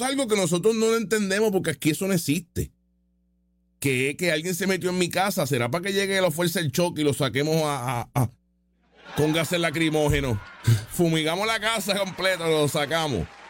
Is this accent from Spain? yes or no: yes; Spain; Somos españoles y para afuera tú y para afuera tú.